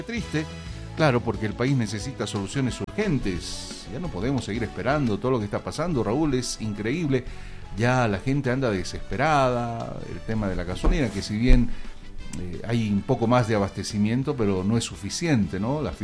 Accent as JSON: {"language": "Spanish", "country": "Bolivia", "said": "acá todos somos los bolivianos"}